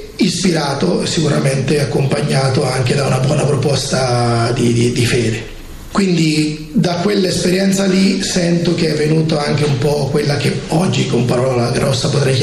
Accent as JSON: {"language": "Italian", "town": "Ancona", "region": "Marche", "country": "Italy", "tie": "born or raised there", "also_born_or_lived": "Jesi", "said": "Io sono marchigiano, vengo da una famiglia del centro Marche, la zona dello Jesino per intenderci, sono nato a Jesi, in realtà però sono cresciuto ad Ancona, quindi mi considero anconetano."}